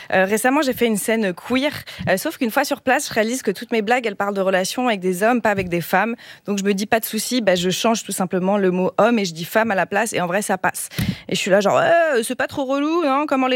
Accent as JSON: {"language": "French", "country": "Switzerland", "said": "chez nous, en Suisse"}